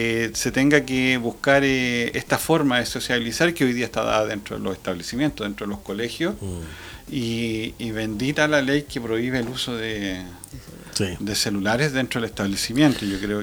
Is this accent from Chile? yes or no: yes; Santa Cruz, O'Higgins, Chile; born there; yo de niño tengo amigos ahí en Paniahue, y cuando iba a jugar ellos siempre decían, no, yo voy a Santa Cruz. Y claro, pues a uno que es de acá le parece raro, siendo que la comuna es la misma.